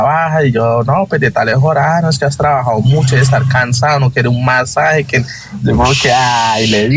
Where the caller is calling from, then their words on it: Neiva, Huila, Colombia; nosotros somos de Neiva